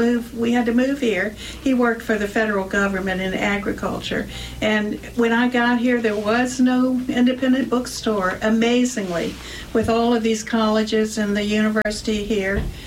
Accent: Richmond, Virginia, United States; also born or lived in Dickenson County, Virginia; My parents are from the Appalachian Mountains, and we moved to Richmond when I was one, and I grew up with a great Richmond Public Library.

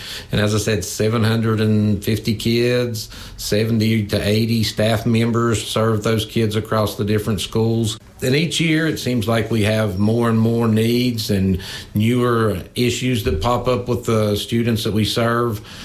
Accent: United States; I grew up here in Smith County. I've lived here pretty much all my life. I have went to Chilhowee Elementary School, then attended a year at the old high school back in the day when seventh grade was there, then moved on to Chilhowee High School, graduated

